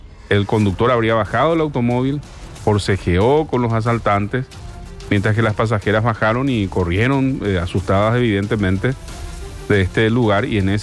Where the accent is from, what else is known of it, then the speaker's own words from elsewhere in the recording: Paraguay; todos nosotros como paraguayos